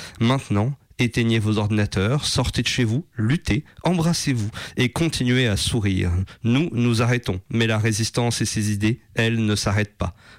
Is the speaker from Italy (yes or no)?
yes; Italy; accent: Italian; French is a second language; comme vous l'aurez deviné à mon horrible accent italien